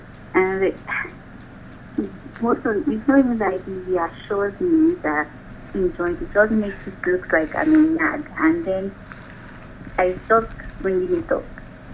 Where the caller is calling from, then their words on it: Bangalore, Karnataka, India; calling from Bangalore.